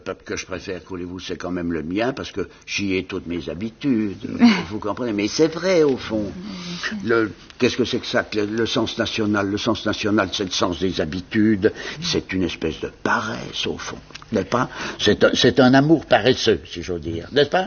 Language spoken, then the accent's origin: French; south of the Loire, France; born there; nous tous qui sommes nés au sud de la Loire, hein, nous sommes des Méditerranéens